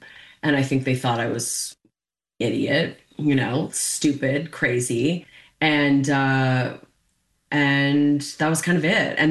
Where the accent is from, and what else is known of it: Canada; born or raised there